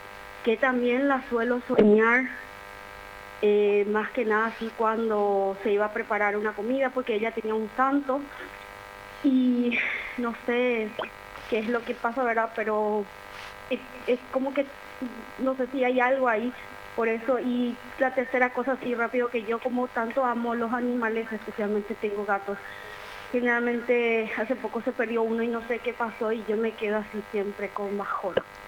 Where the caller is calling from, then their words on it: San Lorenzo, Central, Paraguay; soy de San Lorenzo